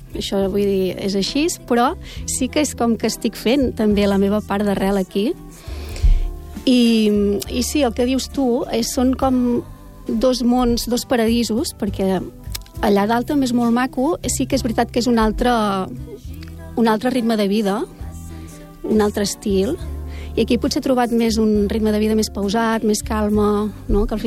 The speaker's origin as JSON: {"language": "Catalan", "town": "Borgonyà", "region": "Catalonia", "country": "Spain", "moved": "as an adult", "said": "de fet se'm nota, només obro la boca i ja tothom em diu, ostres, d'on ets? Sí, jo soc de Borgunyà, que és un poble molt petit d'Osona, a la comarca d'Osona, i fa 5-6 anys que estic per aquí."}